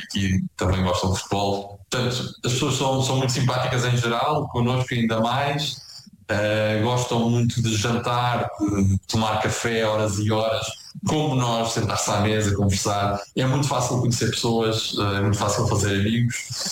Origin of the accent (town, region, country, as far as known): Portugal